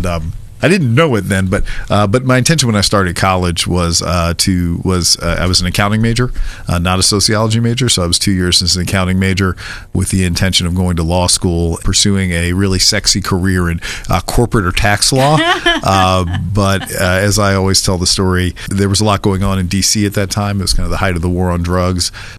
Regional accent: Silver Spring, Maryland, United States; also born or lived in Washington, D.C. / Chillum, Maryland; in an area called Chillum, Maryland, where you could kind of throw a rock and hit D.C. from there, and then At the age of about five, we moved about 10 miles away to Silver Spring, Maryland, for better educational opportunities. We crossed a county line for better public schools.

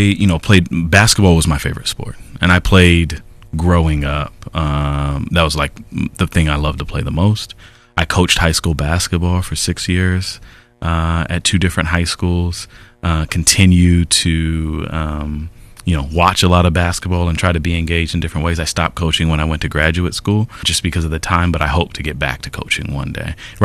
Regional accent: Rancho Cucamonga, California, United States; also born or lived in Los Angeles, California; So I was born in Los Angeles, and then when I was still young, we moved out of South LA and moved out to the Inland Empire. And so I mostly grew up in the Rancho Cucamonga, Ontario area.

